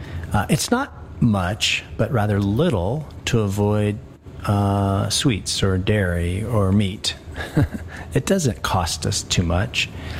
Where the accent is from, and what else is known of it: Colorado, United States; born or raised there